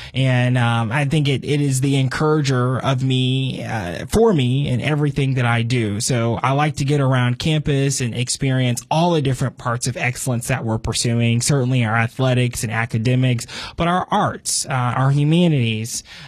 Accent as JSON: {"language": "English", "town": "Cincinnati", "region": "Ohio", "country": "United States", "lives_now": "Fort Mill, United States", "said": "From Cincinnati, Ohio, but now live on the border of Charlotte in Fort Mill, South Carolina"}